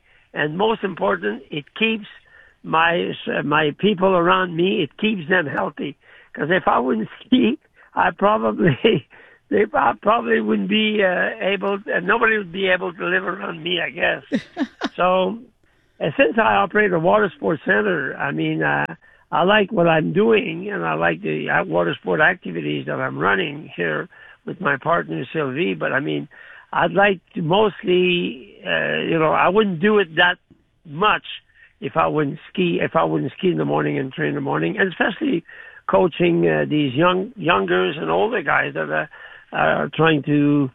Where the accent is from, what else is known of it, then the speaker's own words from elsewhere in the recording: Canada; the only overall winner, not an American this year, was a Canadian, and it was me.